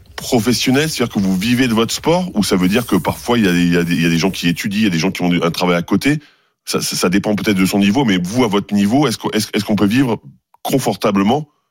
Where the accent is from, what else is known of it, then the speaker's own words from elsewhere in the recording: Grand Est, France; Moi, en tant que Lorrain